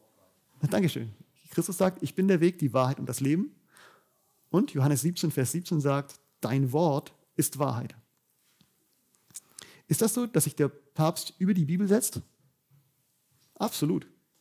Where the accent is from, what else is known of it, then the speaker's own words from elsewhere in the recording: Bavaria, Germany; ich komme aus Bayern